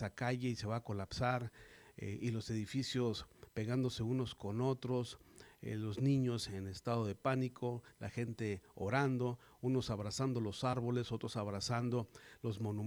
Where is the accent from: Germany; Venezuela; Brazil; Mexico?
Mexico